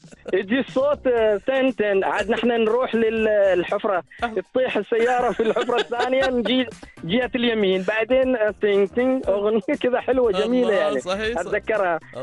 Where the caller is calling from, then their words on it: Muscat, Muscat Governorate, Oman; أنا أتكلم معك من مسقط، مسقط العامرة.